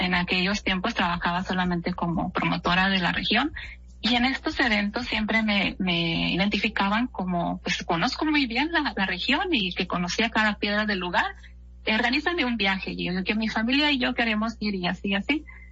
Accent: northern Mexico, Mexico; Soy mexicana, decía yo.

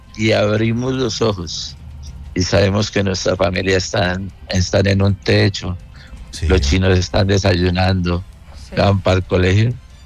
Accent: Santander, Colombia; estoy en la tierra que amo. Yo soy santandereano.

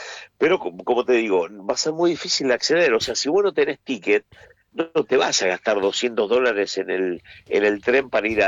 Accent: Argentina; now in United States; yo soy muy reconocido acá como argentino, ¿no? No saben ni que soy periodista, ni nada, pero sí saben que soy argentino. Eso, viste, no se puede, el acento o lo que sea, no se puede cambiar

